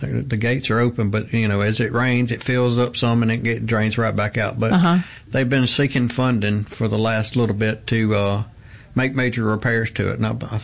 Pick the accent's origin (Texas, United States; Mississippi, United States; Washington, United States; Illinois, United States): Mississippi, United States; Jackson; I'm originally from the Jackson area. I've spent the last 35 years or so up in the Oxford Water Valley area.